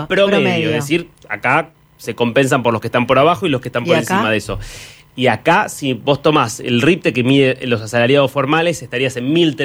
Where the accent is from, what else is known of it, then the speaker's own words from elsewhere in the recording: Argentina; para que no me acusen de que estoy tirando tribuna siendo yo argentino, tomando un argentino